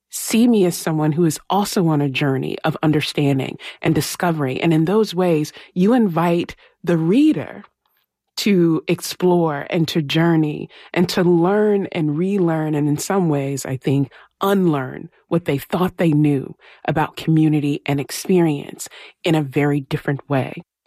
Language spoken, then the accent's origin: English; the South, United States; You know, I grew up in the American South, but in Black households, you're often told we keep house business in the house, right?